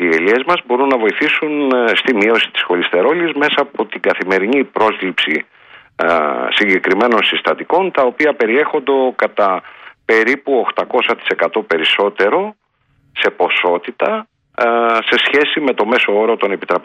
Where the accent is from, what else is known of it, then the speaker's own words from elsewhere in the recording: Greece; now in Laconia, Greece; στην κουλτούρα μας σαν Έλληνες και σαν ελληνικός λαός.